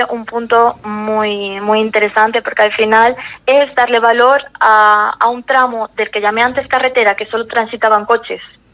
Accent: Vigo, Galicia, Spain; moved away as an adult; now in A Coruña, Spain

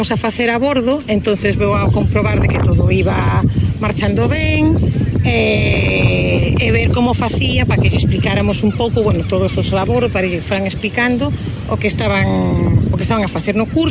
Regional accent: A Coruña, Galicia, Spain; Son galega, son da Coruña.

